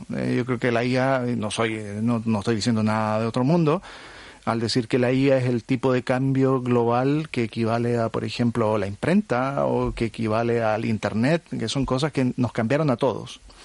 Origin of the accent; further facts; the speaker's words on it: southern Chile, Chile; Yo vengo del sur de Chile. Uh-huh. Mis padres son panaderos, son pequeños empresarios.